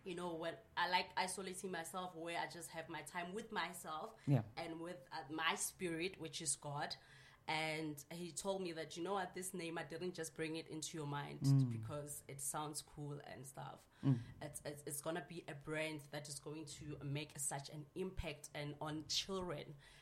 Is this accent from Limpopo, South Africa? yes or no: yes; Limpopo, South Africa; now in Gauteng, South Africa; I was born in Gauteng, but bred in Limpopo, then cooked in Gauteng